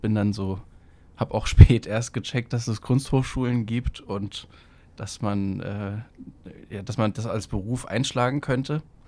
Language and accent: German; Brandenburg, Germany; Und ich komme aus der Prignitz, das ist der am undichtesten besiedelste Landkreis Deutschlands, am dünnsten besiedelste Landkreis Deutschlands. Und da ist wirklich nichts.